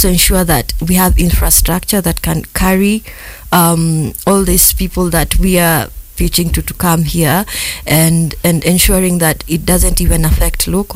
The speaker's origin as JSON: {"language": "English", "country": "Kenya", "said": "as a Kenyan and as a black person traveling."}